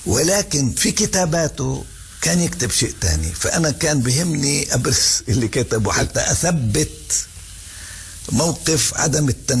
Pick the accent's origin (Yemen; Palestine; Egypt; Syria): Palestine; أنه إحنا كثورة فلسطينية نظل نبقى متمسكين بحقوقنا الثابتة